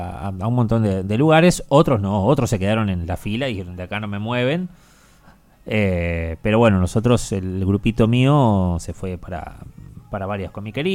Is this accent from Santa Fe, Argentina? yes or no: yes; Rosario, Santa Fe, Argentina; Y no somos tantos de Rosario, la verdad, los que vamos a ver